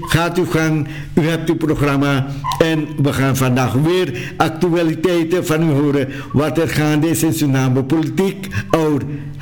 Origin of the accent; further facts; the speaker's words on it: Suriname; हम सुन्नाम के निवासी हैं।